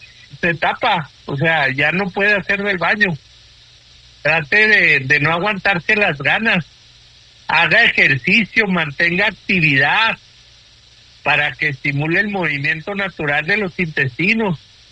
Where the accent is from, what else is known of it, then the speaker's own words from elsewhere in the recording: Mexico; A nosotros, como buenos mexicanos